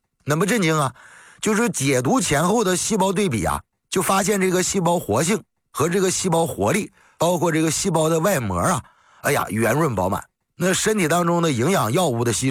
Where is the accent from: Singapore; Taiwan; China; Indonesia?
China; 这我们中国人要解决这个事儿